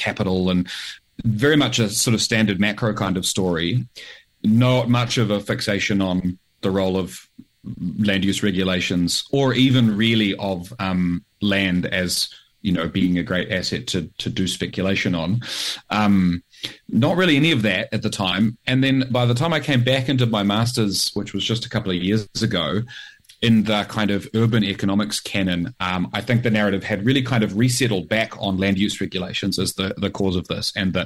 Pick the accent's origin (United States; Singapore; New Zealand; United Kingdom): New Zealand; as a Kiwi